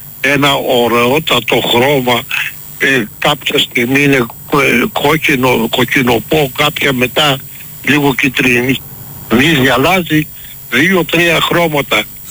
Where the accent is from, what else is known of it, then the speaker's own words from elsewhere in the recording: Thessaloniki, Central Macedonia, Greece; now in Michaniona, Greece; Είμαι Θεσσαλονικιός, παιδί του Βαρδαρίου. Βρέθηκα όμως στη Μηχανιώνα λόγω Συνσίου.